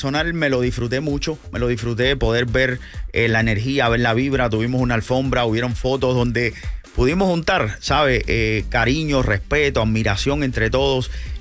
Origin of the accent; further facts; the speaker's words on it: Cuba; now in Tampa, United States; soy cubano